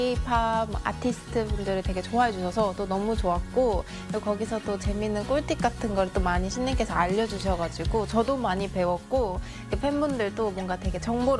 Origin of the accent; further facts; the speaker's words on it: South Korea; 저는 한국인이지만